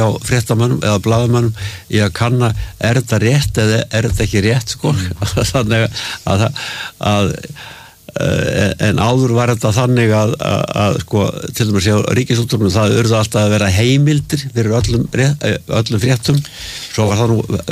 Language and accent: Icelandic; Reykjavík, Capital Region, Iceland; ég var alinn upp á Eilskotunni hérna Eilskotu 30 og þá var hérna breytarnir höfðu tjaldað á Öskuvellinum hérna þar sem núna er Dómus Medica